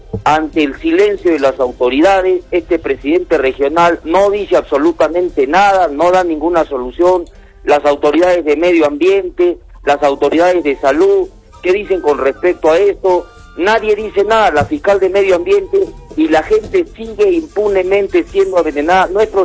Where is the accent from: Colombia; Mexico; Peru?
Peru; Camaná, Arequipa; born there; moved away; Yo tuve la bendición, parte de mi vida y mi infancia, de criarme en Camaná.